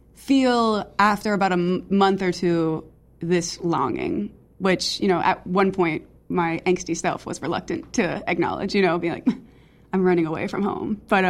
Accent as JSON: {"language": "English", "town": "New Orleans", "region": "Louisiana", "country": "United States", "said": "Yeah, I'm from New Orleans."}